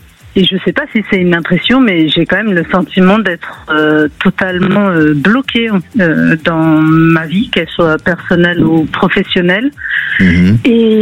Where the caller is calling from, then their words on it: Île-de-France, France; De Seine-et-Marne, oui, précisément.